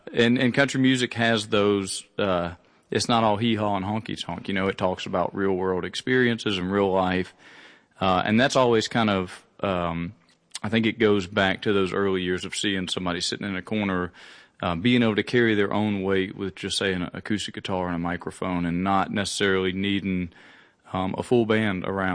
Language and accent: English; Alabama, United States; born there; I was born in Alabama, close to Cheehaw State Park, which is the same, you know, Blue Ridge Mountain system that runs across there.